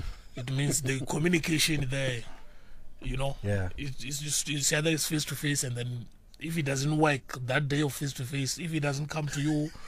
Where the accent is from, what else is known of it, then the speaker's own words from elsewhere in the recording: Limpopo, South Africa; And I was one player from Limpopo.